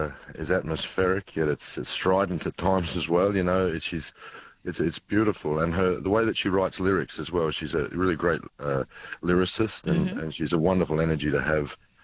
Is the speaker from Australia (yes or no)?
yes; New South Wales, Australia; You know, growing up in the Riverina, to be able to jump in the car and drive north with my brother